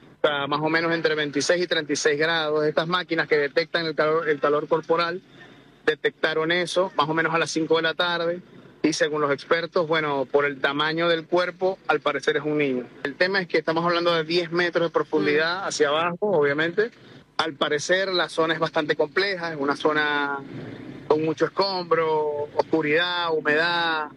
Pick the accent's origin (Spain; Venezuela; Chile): Venezuela; moved away as an adult; also born or lived in Argentina; su mamá y yo, que somos venezolanos, decidimos retornar a Venezuela.